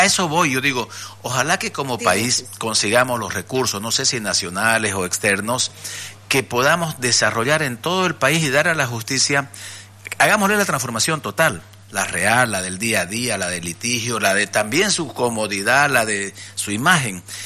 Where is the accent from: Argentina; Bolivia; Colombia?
Bolivia; Montero, Santa Cruz; Yo soy de Montero. Y Montero tiene cientos, no sé cuántos mil habitantes.